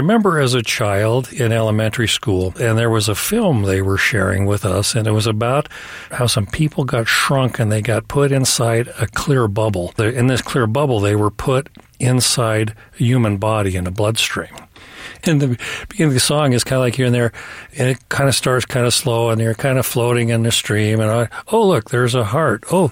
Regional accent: Farmington, Utah, United States; from Farmington, Utah

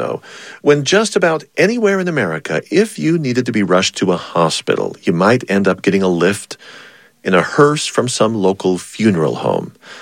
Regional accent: San Diego, California, United States; Well, I myself was just a 4-year-old Navy brat growing up in San Diego, California.

